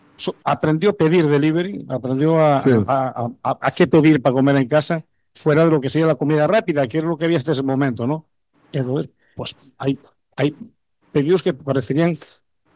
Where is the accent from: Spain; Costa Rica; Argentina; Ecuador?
Spain; Asturias; now in Panama; Asturias, a mi tierra